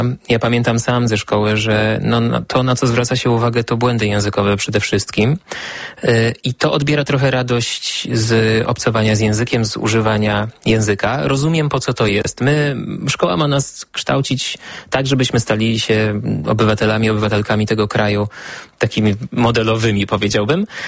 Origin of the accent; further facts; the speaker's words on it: Silesian Voivodeship, Poland; moved away as an adult; now in Warsaw, Poland; ja jestem ze Śląska, jestem Ślązakiem, ale nie potrafię tego robić. Jestem biernym użytkownikiem języka, dużo rozumiem, w zasadzie wszystko. Moja babcia używała śląszczyzny, ale ja potrafię się tylko trochę zgrywać.